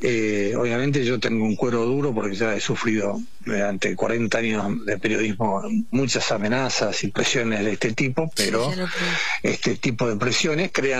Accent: Berazategui, Buenos Aires Province, Argentina; Sí, sí, yo soy de Berazategui, sí. Egresado del Politécnico de Berazategui.

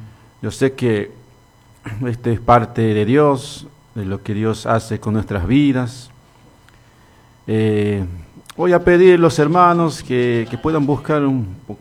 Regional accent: Misión Chaqueña, Salta, Argentina; así que bueno, yo me presento. Soy de Misión Chaqueña

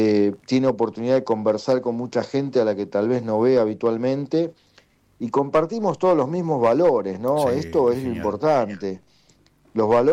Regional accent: Buenos Aires, Argentina; porque nosotros somos de Floresta.

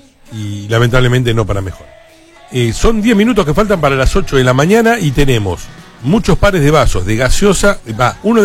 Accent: Argentina

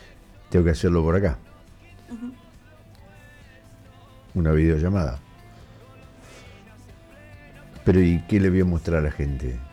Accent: Argentina; somos argentinos.

